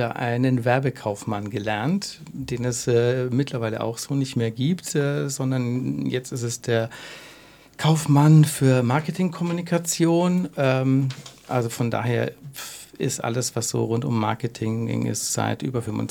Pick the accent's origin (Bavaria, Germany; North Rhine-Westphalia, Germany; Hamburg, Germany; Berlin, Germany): Bavaria, Germany; Fürth; now in Nuremberg, Germany; Ich bin eigentlich gebürtiger Fürther. Und bin aber jetzt in Nürnberg lebend seit 2004